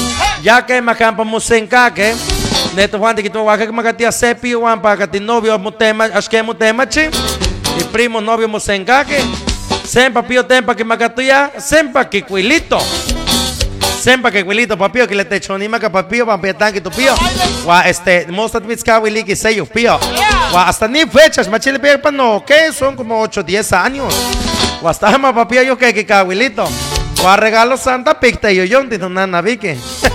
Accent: Oxtomal, Hidalgo, Mexico; allá en Oxtomal, en mi pueblo querido, mi pueblo mágico

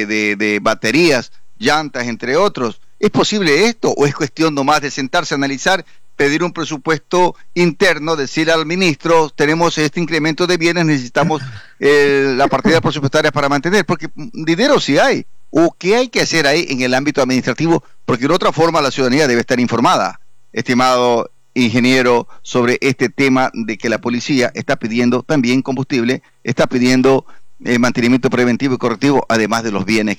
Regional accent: Ecuador

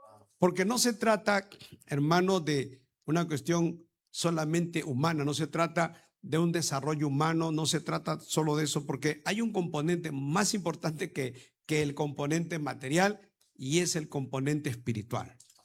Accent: Peru; now in Lima, Peru; como peruano nos gusta ver un país desarrollado

